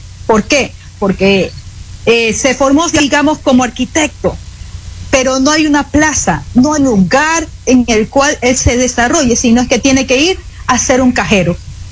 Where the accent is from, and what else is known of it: Ecuador